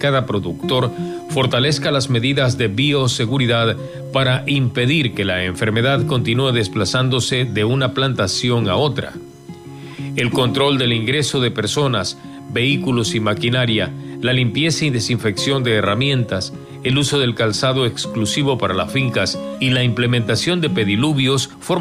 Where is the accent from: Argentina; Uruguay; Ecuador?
Ecuador